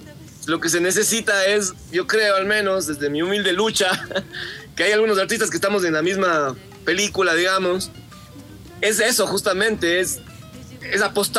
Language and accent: Spanish; Ecuador; como ecuatorianos en nuestro ADN tenemos introducido ritmos, canciones, melodías